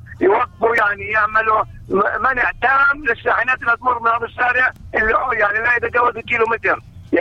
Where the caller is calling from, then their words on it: Tulkarm, West Bank, Palestine; من الكرم.